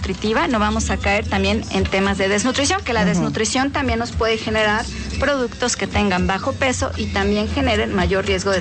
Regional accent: Mexico; nosotros como mexicanos

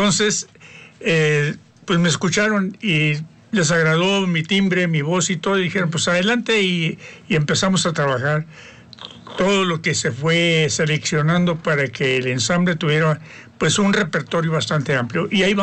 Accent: Sinaloa, Mexico; now in Puebla, Mexico; yo no soy poblano, yo soy sinaloense, mi género es la banda

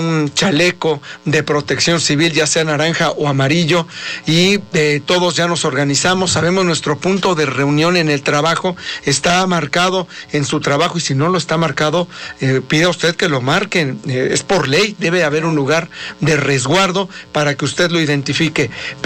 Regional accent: Puebla, Mexico; Nosotros sabemos de qué se trata un sismo muy fuerte. Entonces, como poblanos

